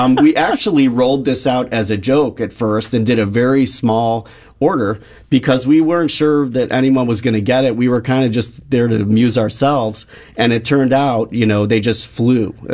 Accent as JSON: {"language": "English", "town": "Creve Coeur", "region": "Missouri", "country": "United States", "tie": "born or raised there", "said": "We grew up in Creve Coeur, so we were West County suburban kids"}